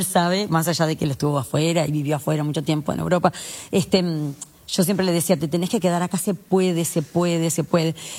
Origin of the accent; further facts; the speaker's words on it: Punta del Este, Maldonado, Uruguay; also born or lived in Montevideo; Soy de Punta del Este.